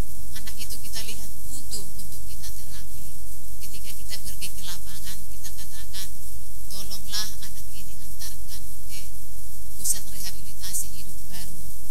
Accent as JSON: {"language": "Indonesian", "region": "North Sumatra", "country": "Indonesia", "moved": "yes", "said": "saya adalah orang Batak berasal dari Sumatera Utara."}